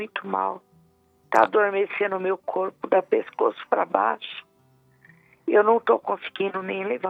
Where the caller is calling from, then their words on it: São Paulo, Brazil; Eu falo da Vila Matilde.